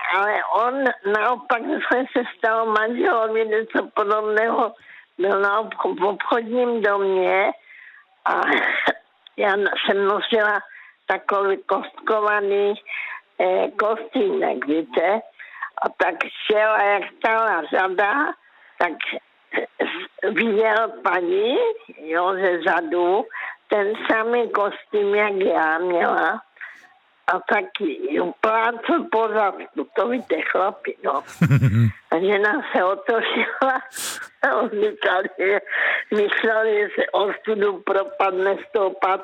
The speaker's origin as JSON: {"language": "Czech", "town": "Karolinka", "region": "Zlín Region", "country": "Czechia"}